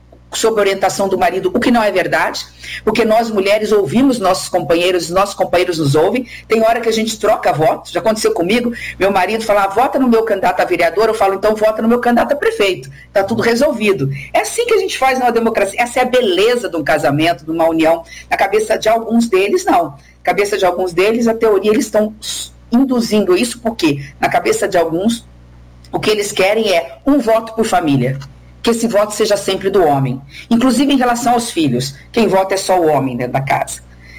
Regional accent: Brazil; eu sou do interior do Brasil

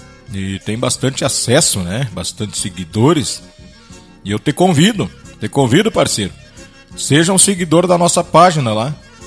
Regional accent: Roque Gonzales, Rio Grande do Sul, Brazil

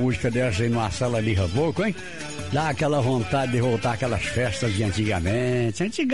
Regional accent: Itapuranga, Goiás, Brazil; moved away; lá em Itapuranga, minha terra natal

